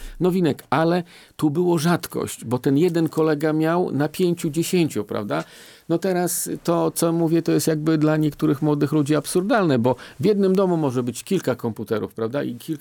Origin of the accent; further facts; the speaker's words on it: Podlaskie Voivodeship, Poland; bo ja jestem z Antoniuka, czyli bardzo blisko państwa tutaj redakcji